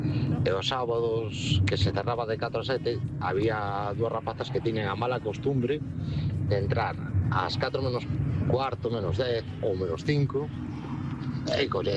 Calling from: Mera, Galicia, Spain

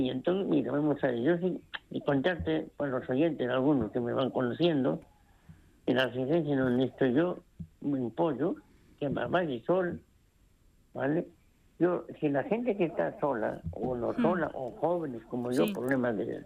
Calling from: Ponteareas, Galicia, Spain; Yo soy de Pontareas.

